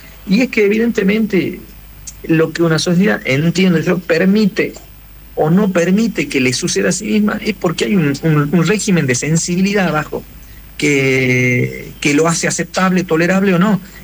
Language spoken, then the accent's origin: Spanish; northern Argentina, Argentina; nunca jamás alguien ha pensado que yo era argentino